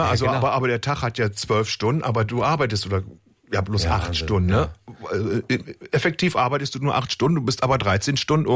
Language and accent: German; Haselünne, Lower Saxony, Germany; Haselünde im Emsland, wo es die drei Brennereien gibt, ne?